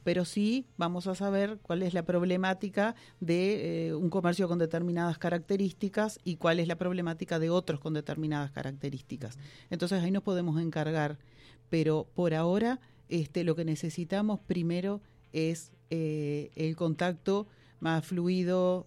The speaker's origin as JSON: {"language": "Spanish", "town": "La Paloma", "region": "Rocha", "country": "Uruguay", "tie": "born or raised there", "said": "amo La Paloma, soy de La Paloma, nacida acá, he vivido mi vida acá."}